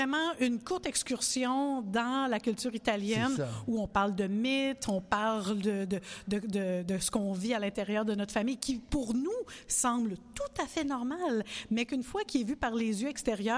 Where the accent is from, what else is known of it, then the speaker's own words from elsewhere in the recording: Montreal, Quebec, Canada; born there; Je suis née, je suis née ici, à Montréal.